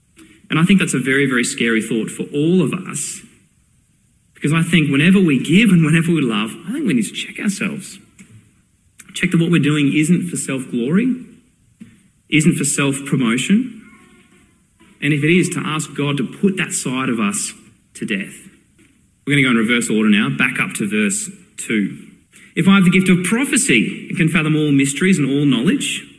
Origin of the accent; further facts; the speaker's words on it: Brisbane, Queensland, Australia; About 15 years ago, to the day, Brisbane, my hometown, had one of the worst floods it had in decades.